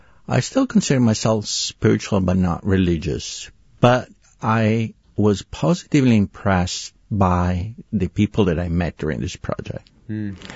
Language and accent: English; Italy; English is a second language; you can probably derive from my accent, I grew up in Italy, and so I was used to having pretty much just one church in each town, the Roman Catholic